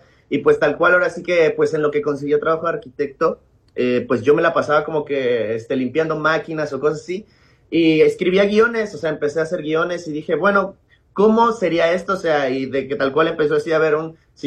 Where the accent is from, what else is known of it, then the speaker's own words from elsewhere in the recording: Veracruz, Mexico; Soy mexicano, lo más importante, soy cristiano. Vivo acá en Veracruz, en un estado que se llama Veracruz, es del puerto, soy porteño directamente.